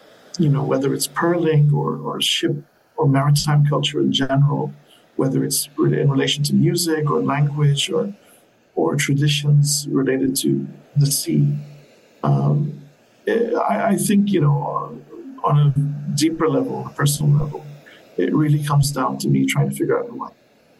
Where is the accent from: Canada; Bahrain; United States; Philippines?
Bahrain; I come from Bahrain. Sort of the version of Bahrain that I grew up with in the early 80s was one where there were no skyscrapers like we have now. Every morning driving to and from school, the only thing I'll see is just endless shoreline.